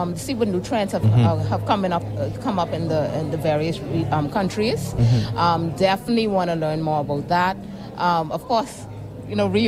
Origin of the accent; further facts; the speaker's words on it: Bahamas; I am from the Bahamas, your next-door neighbor.